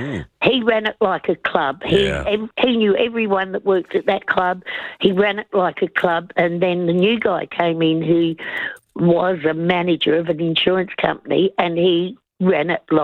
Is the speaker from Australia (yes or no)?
yes; South Australia, Australia; They're not exactly the same … because I grew up on the Fever Peninsula.